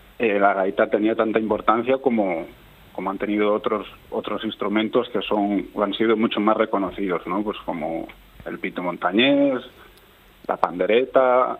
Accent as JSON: {"language": "Spanish", "region": "Cantabria", "country": "Spain"}